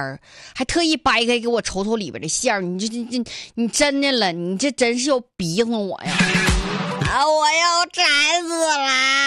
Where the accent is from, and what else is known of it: Northeast China, China